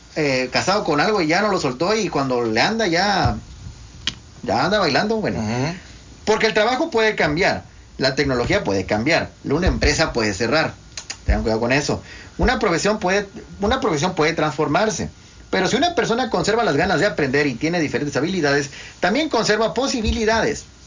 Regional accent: Ciudad Victoria, Tamaulipas, Mexico; born there; also born or lived in Reynosa

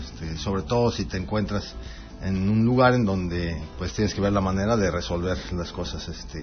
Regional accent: Tlalnepantla, State of Mexico, Mexico; born there; now in Zihuatanejo, Mexico; nací en la Ciudad de México

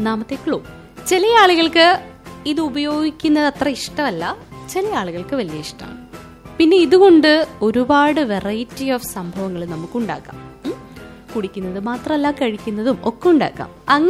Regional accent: Kerala, India; നമ്മൾ മലയാളികളെ ദിവസവും രാവിലെ കടയിൽ ചെന്ന് പറയുന്ന ഒരു രഹസ്യ ഭാഷയുണ്ട്.

